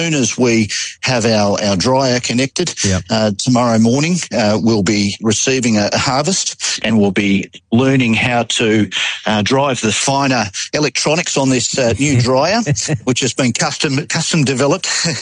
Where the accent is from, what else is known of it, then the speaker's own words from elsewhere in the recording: Australia; I'm an Australian.